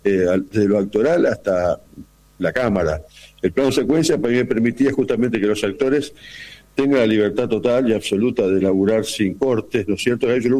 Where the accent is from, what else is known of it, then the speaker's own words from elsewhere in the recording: Santa Fe, Argentina; Claro, somos provincianos, pero no nos asumimos como provincianos. Ningún rosario dice soy santafesino, y somos de Santa Fe.